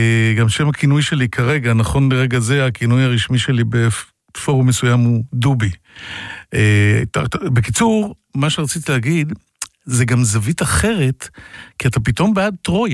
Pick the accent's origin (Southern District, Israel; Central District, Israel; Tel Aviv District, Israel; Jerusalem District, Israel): Tel Aviv District, Israel; Holon; בשיקון בחולון, ואני יודע בדיוק למה אתה מתכוון.